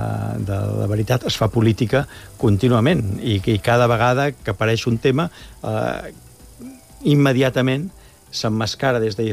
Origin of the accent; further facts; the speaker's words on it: Catalonia, Spain; ho hem de reivindicar com a catalans, perquè els catalans portem en el nostre ADN